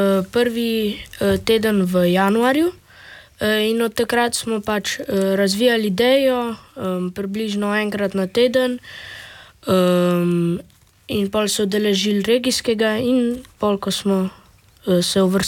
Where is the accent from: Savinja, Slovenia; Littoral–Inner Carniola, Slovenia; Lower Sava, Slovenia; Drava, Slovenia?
Littoral–Inner Carniola, Slovenia; ker smo mi iz Primorsko-notranjske regije